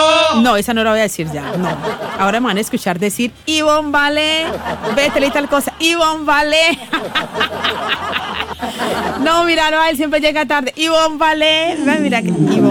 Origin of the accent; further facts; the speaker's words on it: Chile; yo no vivo en Japón ni en China, yo vivo aquí en Chile. Yo soy una más de ustedes.